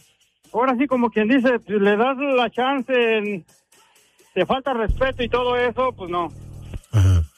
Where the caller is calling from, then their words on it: Mexico City, Mexico; yo nomás soy Chilango